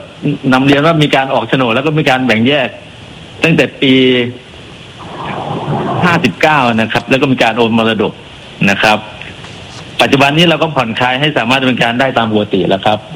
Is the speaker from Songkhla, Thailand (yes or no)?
no; Udon Thani, Thailand; คนอุดรธานีครับ